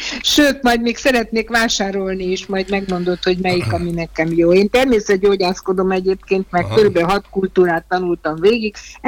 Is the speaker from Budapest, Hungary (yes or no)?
yes; Budapest, Hungary; also born or lived in Csabrendek; Én csabrendeki születésű vagyok, az a Bakonyban van, és Budapesten élek 7 éves korom.